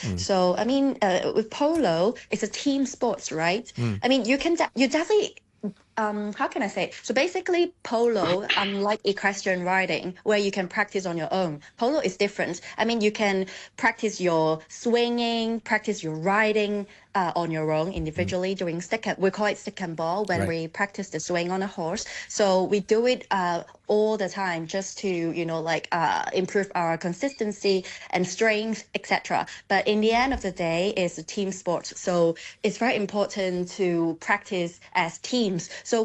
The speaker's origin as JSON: {"language": "English", "country": "Hong Kong", "said": "I feel proud that I'm a player from Hong Kong."}